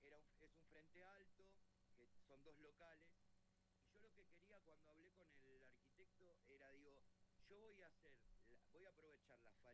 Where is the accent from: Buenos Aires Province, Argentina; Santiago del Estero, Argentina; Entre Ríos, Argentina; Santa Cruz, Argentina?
Buenos Aires Province, Argentina; Santos Lugares; Yo soy de Santos Lugares, que es del otro lado de la General Paz.